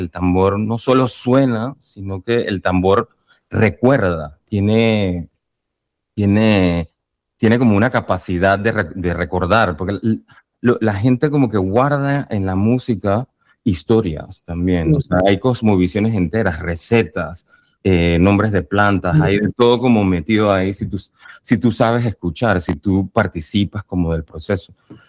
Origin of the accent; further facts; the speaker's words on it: Panama; Yo crecí toda mi vida en Panamá, pero de este lugar no sabía nada, ni de la comida, ni de nada.